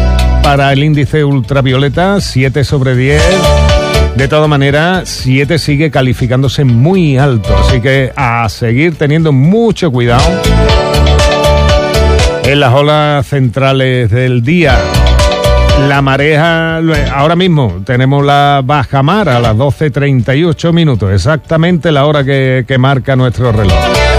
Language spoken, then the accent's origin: Spanish; Almonte, Andalusia, Spain; born there; a las cosas de mi pueblo